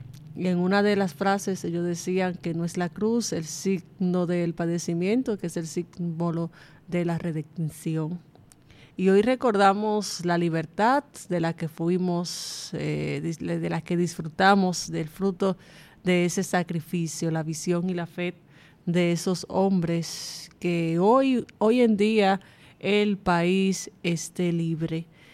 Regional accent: Dominican Republic; nuestro país, República Dominicana

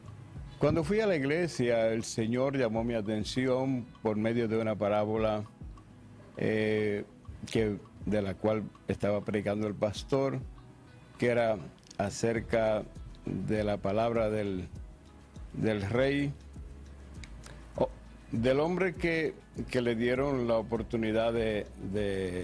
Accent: Baní, Peravia, Dominican Republic; born there; Bueno, nací aquí en Baní.

